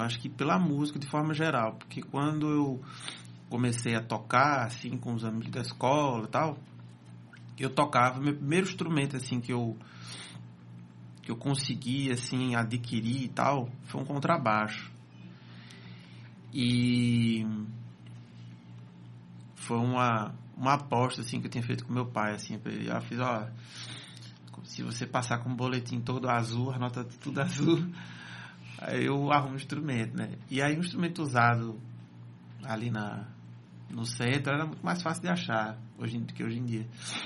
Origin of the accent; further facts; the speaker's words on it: Bezerros, Pernambuco, Brazil; Eu sou do interior, mas sou de Bezerros. Eu ficava lá nas férias e tal. Morei lá um ano.